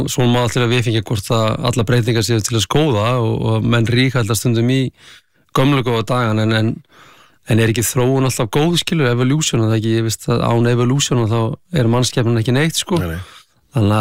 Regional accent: Akranes, Western Region, Iceland; Það var bara geggjað sko, þetta var Það lítil bær þá, þannig að hann við stækka ört núna, hvað hann var örgulega 5.000 manns þegar við vorum upp á okkar besta

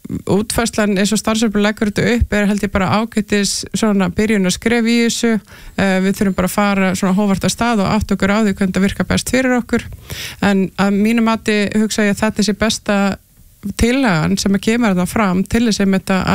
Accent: Westfjords, Iceland; ég ólst upp á Vestfjörðum

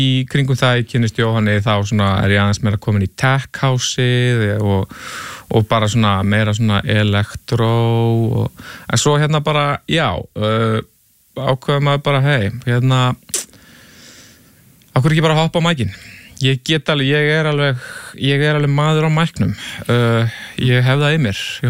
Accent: Reykjavík, Capital Region, Iceland; Ég er úr Vesturbæ, Reykjavíkur

